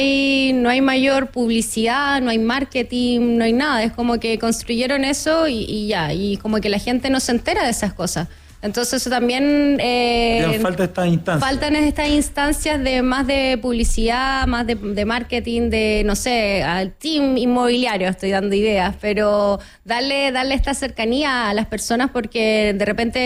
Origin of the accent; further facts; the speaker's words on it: La Serena, Coquimbo, Chile; now in Santiago, Chile; yo por ejemplo soy de La Serena